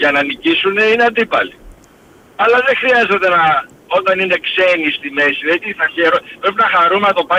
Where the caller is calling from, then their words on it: Lavrio, Attica, Greece; από Λαύριο.